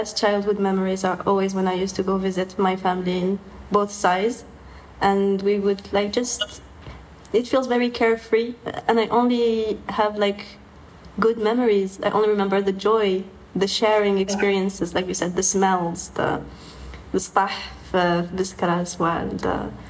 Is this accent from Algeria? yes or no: yes; Algiers, Algiers Province, Algeria; I was born in Algiers and I've lived all my life in Algiers … is from Biskra. And my mom is from Dia